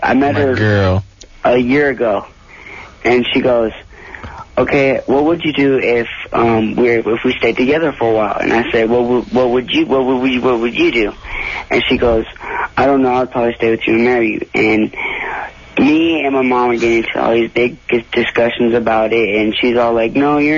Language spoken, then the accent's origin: English; Los Angeles, California, United States; now in Pasadena, United States; Oh, me, I'm originally from L.A.